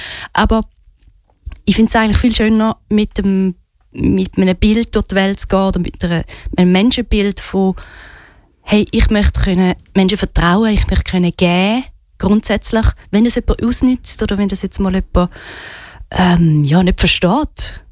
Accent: Switzerland; born there

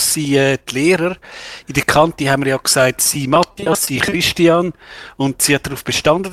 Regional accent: Switzerland; wir wissen ja alle als Schweizer

